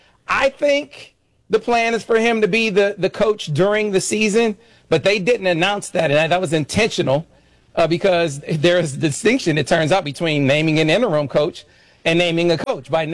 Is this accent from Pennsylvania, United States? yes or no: no; Flint, Michigan, United States; The very first domino to fall was obviously Trey McKinney from my hometown of Flint.